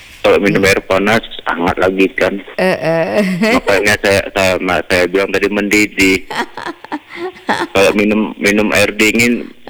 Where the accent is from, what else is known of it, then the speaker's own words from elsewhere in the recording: Aceh, Indonesia; kita orang gayo tuh pakai ge.